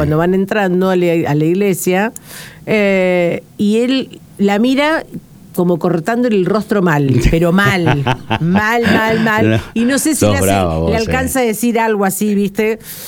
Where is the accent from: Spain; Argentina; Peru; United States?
Argentina; somos, ¿cuántos somos los argentinos en el último censo?